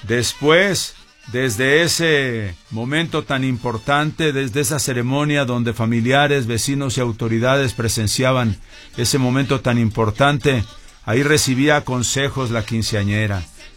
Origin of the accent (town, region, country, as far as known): Mexico